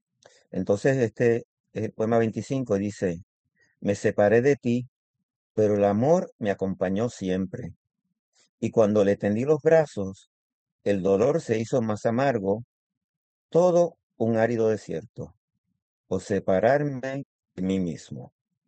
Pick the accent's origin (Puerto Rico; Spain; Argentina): Puerto Rico; me preguntó de dónde eres, Puerto Rico